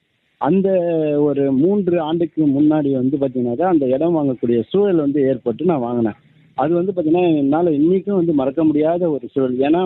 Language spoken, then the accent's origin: Tamil; Viluppuram district, Tamil Nadu, India; now in Chennai, India; நான் வந்து சென்னையில இருந்து … சென்னை வந்து இப்ப நம்ம வாழ்வாதாரத்தை தேடி வந்திருக்கிற இடமா இருக்கிறது. சொந்த ஊர்ன்னு சொல்லக்கூடிய இடம் வந்து பாத்தீங்கன்னா விழுப்புரம் மாவட்டம் கண்டாச்சிபுரம் வட்டம் அடுக்கம் கிராமம், இதுதான் என்னுடைய சொந்த ஊர்.